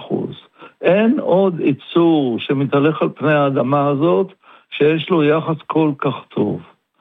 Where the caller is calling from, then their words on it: Ramat Gan, Tel Aviv District, Israel; אני מדבר מרמת גן המעצירה.